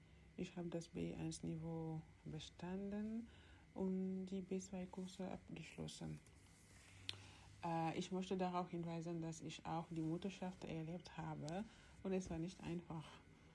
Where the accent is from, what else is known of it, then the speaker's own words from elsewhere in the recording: Senegal; German is a second language; moved away as an adult; now in Germany; ich komme aus dem Senegal. Ich bin 31 Jahre alt. Ich bin in Deutschland im Juni 2024 angekommen, also 3 Jahre und 3 Monate genau